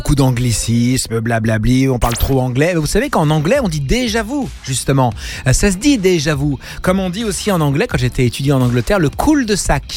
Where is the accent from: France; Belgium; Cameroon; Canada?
France; Marseille, Provence-Alpes-Côte d'Azur; Je suis marseillais.